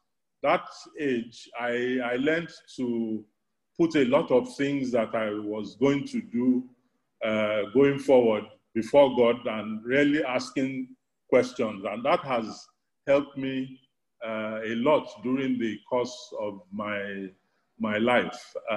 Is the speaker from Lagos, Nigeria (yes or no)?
yes; Lagos, Nigeria; also born or lived in United Kingdom / Ibadan; I grew up in Ikoyi and attended St. Gregory's College, Obalende.